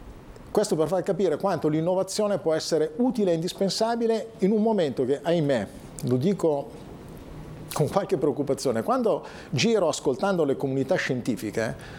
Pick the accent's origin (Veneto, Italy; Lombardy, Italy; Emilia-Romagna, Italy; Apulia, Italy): Lombardy, Italy; Como; Io vengo da Como